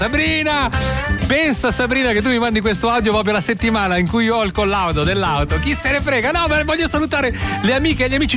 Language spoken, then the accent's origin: Italian; Ticino, Switzerland; Io sono del Luganese, quindi andrò a Rivera